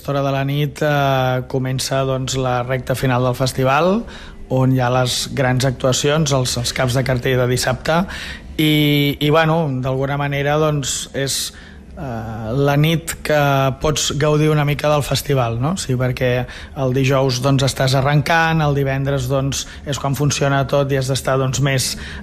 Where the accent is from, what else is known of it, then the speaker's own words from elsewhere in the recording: Figueres, Catalonia, Spain; els que som de Figueres